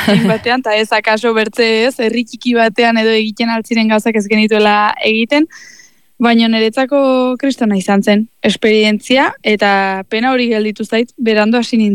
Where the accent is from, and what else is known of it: Bera, Navarre, Spain; born there